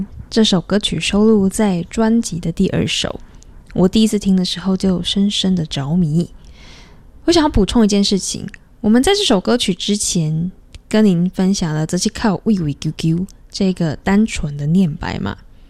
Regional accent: Taiwan; 可能是因为我自己就是说台语的人

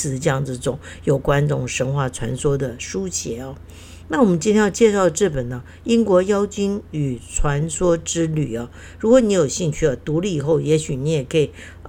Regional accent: Keelung, Taiwan; 因为我小时候住在基隆嘛

